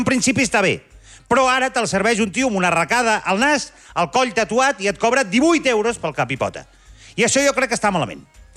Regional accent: Barcelona, Catalonia, Spain; Jo sóc de Barcelona i allà està passant un fenomen

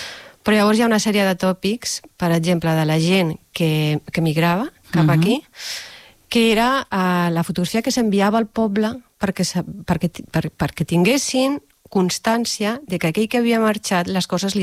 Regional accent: Catalonia, Spain; Jo he crescut i he nascut en el barri Bonavista, que en el seu moment es deia el Congo, que és un barri que va néixer l'any 62, on arriben les primeres famílies.

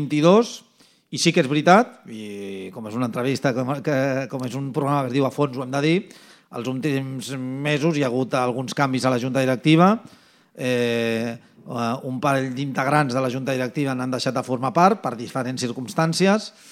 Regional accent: Castelldefels, Catalonia, Spain; som de Castelldefels de tota la vida

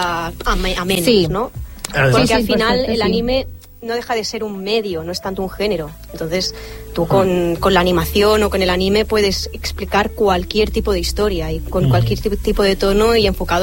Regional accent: Catalonia, Spain; Al menos aquí en Cataluña

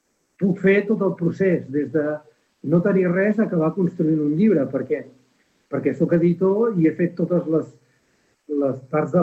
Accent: Camprodon, Catalonia, Spain; vam decidir tornar a viure al meu poble i vivim a Camprodon.

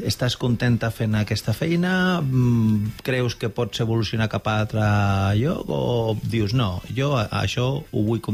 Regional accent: Barcelona, Catalonia, Spain; now in La Seu d'Urgell, Spain; Jo sóc de Barcelona, però jo ja sóc de la Seu. ¿Vale? Però quan vivia a Barcelona

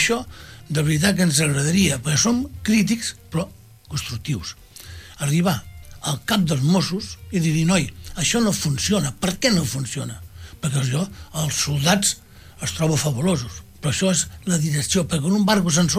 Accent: Rubí, Catalonia, Spain; No tenim poble, som uns desgraciats, vam néixer aquí a Rubí.

